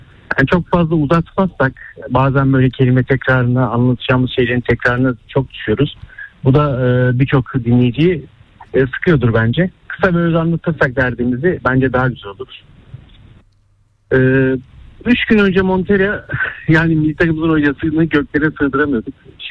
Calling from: Istanbul, Turkey; Öncelikle Tayyip, ben İstanbul'dan Fenerbahçeliyim.

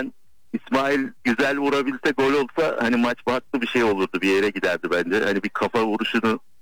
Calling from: Ankara, Turkey; Ankara'dan arıyorum.

